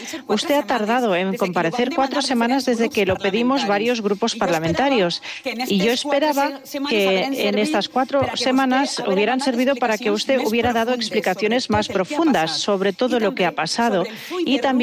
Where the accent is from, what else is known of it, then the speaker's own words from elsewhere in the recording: Valencian Community, Spain; soy valenciana también